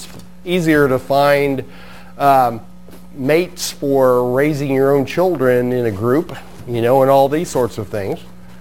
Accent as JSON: {"language": "English", "region": "Missouri", "country": "United States", "also_born_or_lived": "Alaska", "moved": "as an adult", "lives_now": "Connecticut, United States", "said": "Been here since 1996. Most of you know that I came from Missouri originally and went to Alaska for graduate school."}